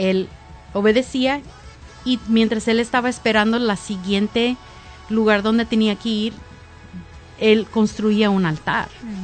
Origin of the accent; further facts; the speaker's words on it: Tennessee, United States; born there; yo estoy en mi país, yo nací aquí.